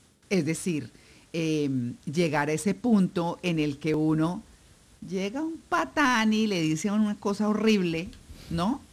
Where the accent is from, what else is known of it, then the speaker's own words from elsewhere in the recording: Bogotá, Colombia; para mí, perfectos grisecitos, con lluviecita, como bogotana, pues.